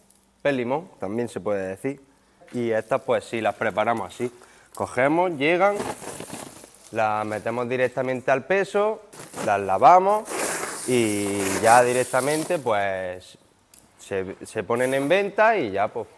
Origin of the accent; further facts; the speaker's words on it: Roquetas de Mar, Andalusia, Spain; Yo soy de aquí, de Roquetas, de toda la vida. Mi familia es familia de pescadores.